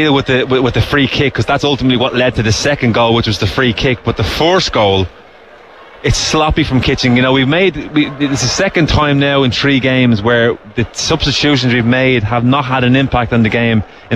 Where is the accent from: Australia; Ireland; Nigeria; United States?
Ireland; as Irish people